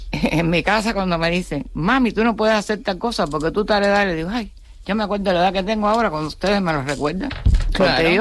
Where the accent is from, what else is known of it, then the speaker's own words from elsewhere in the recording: Cuba; Acuérdense que yo soy cubana.